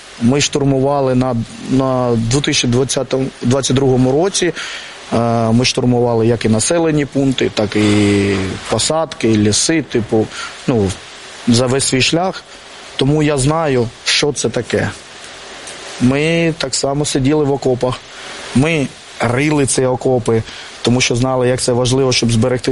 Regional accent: Kharkiv, Kharkiv Oblast, Ukraine; ми харків'яни

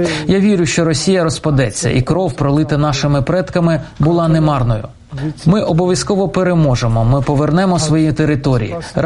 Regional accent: Georgia; moved away as an adult; now in Ukraine

